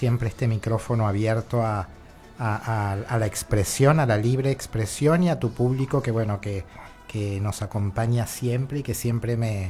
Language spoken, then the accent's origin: Spanish; La Guaira, Venezuela; now in Uruguay; Y bueno, yo crecí en La Guaira, estudié en La Guaira, tengo muchos amigos muy queridos, hermanos de la vida allí